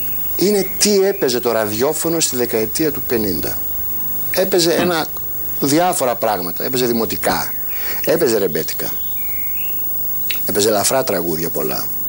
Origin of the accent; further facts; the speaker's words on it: Thessaloniki, Central Macedonia, Greece; Είμαι Σαλονικιός και το ραδιόφωνο μας έπιανε τις μουσικές αυτές.